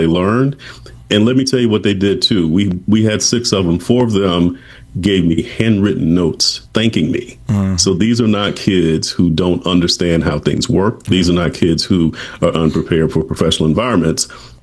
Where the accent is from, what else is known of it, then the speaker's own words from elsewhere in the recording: the South, United States; I'm a Southerner